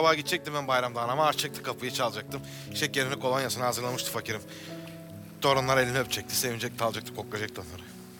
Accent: Thrace, Turkey; Ya biz Trakyalıyız.

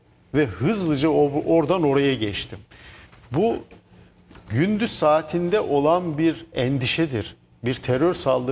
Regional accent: Sivas, Turkey; moved away; Gaziantep'ten de memleketim Sivas'a geçeceğim. İlçeme.

